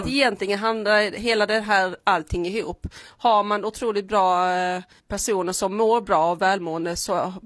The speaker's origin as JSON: {"language": "Swedish", "town": "Hässleholm", "region": "Skåne", "country": "Sweden", "said": "jag är också från Hässleholm."}